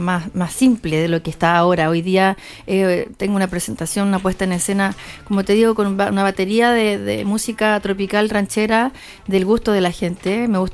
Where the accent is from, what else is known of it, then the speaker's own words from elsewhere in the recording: Quillota, Valparaíso, Chile; empecé en Quillota, en mi ciudad natal, en eventos de la zona, eventos locales.